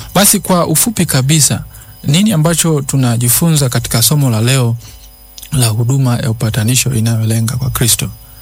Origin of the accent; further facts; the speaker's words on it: Singida, Tanzania; natokea Singida, nabarikiwa sana na somo la leo, mbarikiwe.